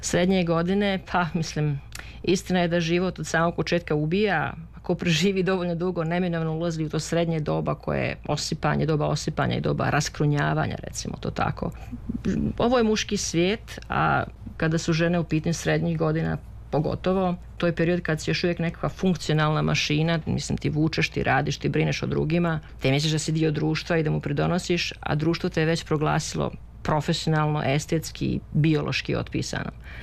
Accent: Prijedor, Republika Srpska, Bosnia & Herzegovina; narod će izvati starim curama ili već kako to se kaže kod mene gdje sam odrasla u Prijedoru.

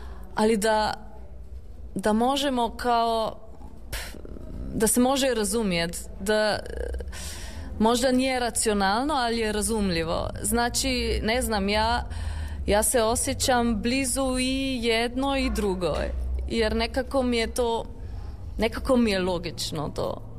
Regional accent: Slovenia; kod nas u Sloveniji

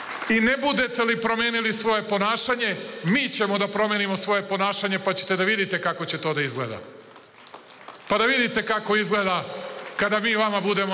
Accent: Belgrade, Serbia; born there; Ja nisam srbijanac, iako sam rođen u Beogradu i Srbiji.

